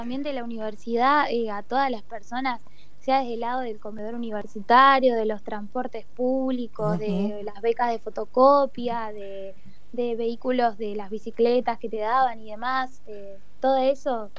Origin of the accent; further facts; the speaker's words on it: Santa Rosa, La Pampa, Argentina; moved away as an adult; now in La Plata, Argentina; yo amo a mi querida Pampa, amo a Santa Rosa. Es todo para mí, siempre que vuelvo es un reencuentro con mi tierra, con mi hogar, mi casa, mi familia.